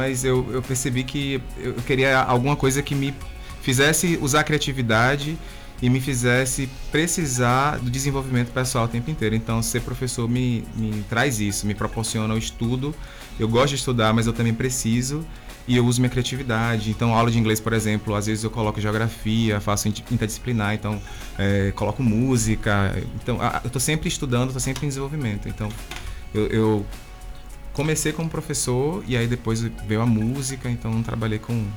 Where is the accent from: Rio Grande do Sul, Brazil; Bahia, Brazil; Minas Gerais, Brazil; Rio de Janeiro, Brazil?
Bahia, Brazil; Itabuna; Isso, nasci e me criei aqui no São Caetano.